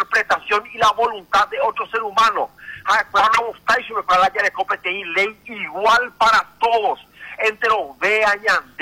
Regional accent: Paraguay; nos consideramos como paraguayos

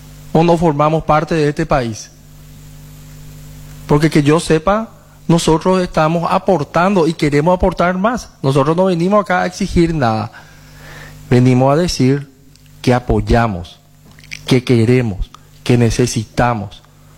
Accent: Paraguay; born there; nosotros formamos parte también del pueblo indígena. Somos originarios de acá.

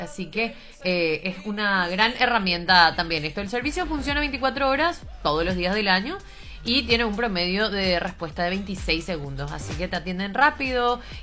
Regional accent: Luque, Central, Paraguay; yo también soy de Luque

